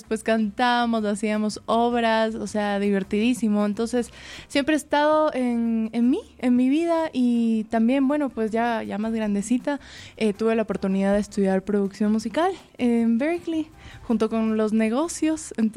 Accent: Ecuador; now in Chile; yo soy de Ecuador, ya. Pero les voy a confesar que no vivo en Ecuador.

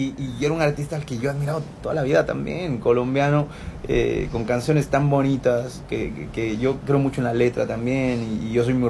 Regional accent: Ecuador

